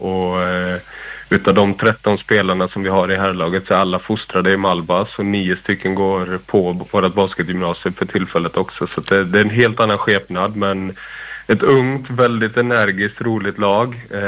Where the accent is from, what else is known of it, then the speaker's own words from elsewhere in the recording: Malmö, Skåne, Sweden; born there; Jag är ju född i Malmö, brukar jag stoltsera med, trots att inte det hörs på dialekten.